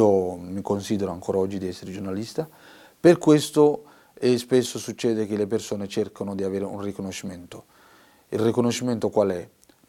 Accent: Mogadishu, Banaadir, Somalia; Italian is a second language; moved away as an adult; now in Italy; Mogadiscio, per motivi, diciamo, di guerra e mancanza di rispetto dei giornalisti, ho dovuto lasciare il mio paese. Quando sono arrivato qui in Italia

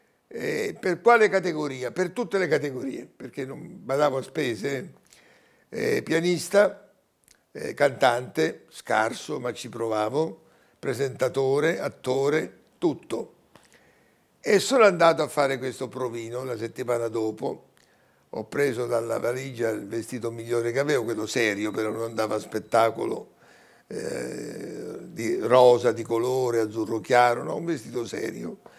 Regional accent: Militello, Sicily, Italy; Catania, ho mentito, perché io sono di Militello, mi vergognavo a dire un piccolo paese come Militello, ho detto Catania, per darmi un po' le ali.

